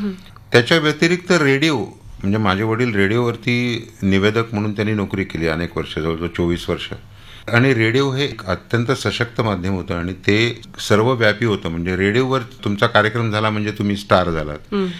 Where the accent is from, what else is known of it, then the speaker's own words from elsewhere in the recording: Pune, Maharashtra, India; पुण्यामध्ये नारायणपेठेत आमचं वडिलोपार्जित घर, आणि तिथे बालपण गेलं. तिथेच